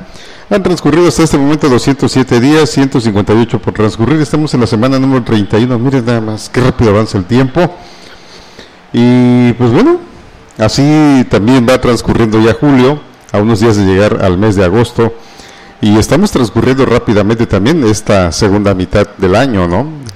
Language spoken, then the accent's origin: Spanish; Oaxaca, Mexico; muchos ya no aprendimos el dialecto de nuestros abuelos y tal vez nuestros padres tampoco, pero tenemos una identidad, que somos oaxaqueños